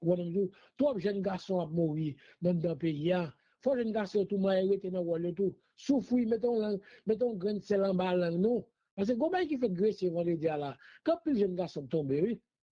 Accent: Haiti; oui, je suis haïtien, je dis ça fort et jusqu'au bout, jusqu'à la dernière jour de ma vie. Je me dis, je vais toujours être haïtien

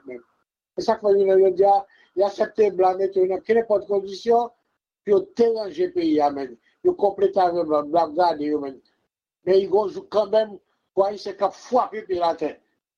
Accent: Haiti; Moi mes pays d'Haïti, parle pas sain.

